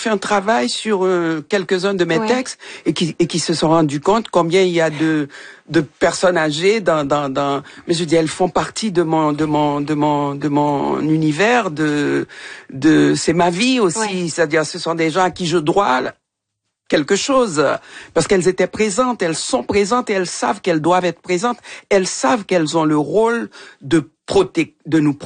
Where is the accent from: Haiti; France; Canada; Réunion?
Haiti; moved away; Ça fait longtemps que j'ai quitté Haïti.